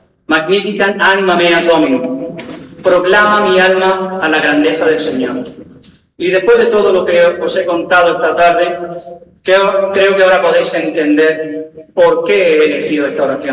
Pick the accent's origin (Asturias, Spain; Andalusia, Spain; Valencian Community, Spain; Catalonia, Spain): Andalusia, Spain; Almería; moved away; aquel niño que un día salió de Almería para recorrer el mundo